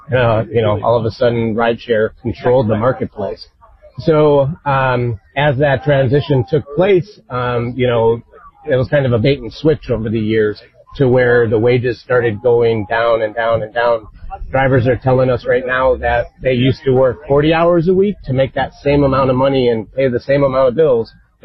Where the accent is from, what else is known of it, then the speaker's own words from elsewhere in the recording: Mount Prospect, Illinois, United States; So I grew up in Mount Prospect, and I've been living in the west suburbs for the past 20 years